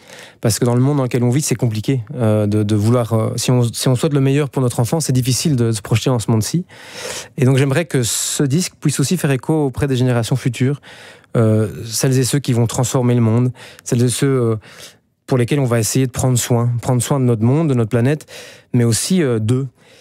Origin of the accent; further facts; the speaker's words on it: Brussels, Brussels-Capital Region, Belgium; accent: Belgian, Brussels; Au Québec, j'ai un accent belge, en France aussi, et même bruxellois, et je le revendique.